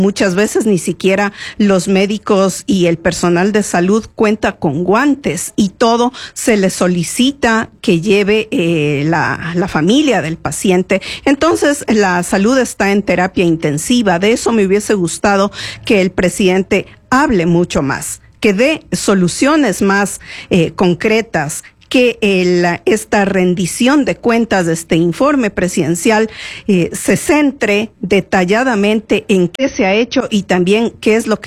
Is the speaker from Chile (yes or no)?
no; Ecuador; nosotros como ecuatorianos siempre estamos con el pendiente de aquello